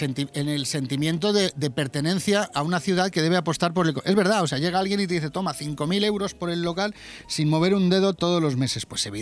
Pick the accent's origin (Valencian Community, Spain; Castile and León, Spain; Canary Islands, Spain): Valencian Community, Spain; Benidorm; born there; Yo, como he dicho, soy de Benidorm, nací en Benidorm, vivo en Benidorm, disfruto de Benidorm y amo y siento una pasión tremenda por mi ciudad